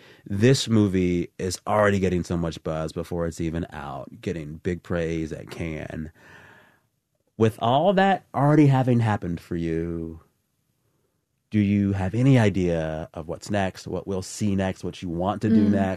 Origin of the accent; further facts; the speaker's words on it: San Antonio, Texas, United States; also born or lived in Boston / Washington, D.C.; now in Los Angeles, United States; From Texas. I'm from San Antonio, Texas.